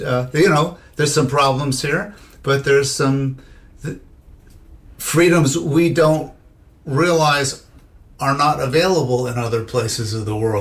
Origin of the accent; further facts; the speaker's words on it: United States; as an American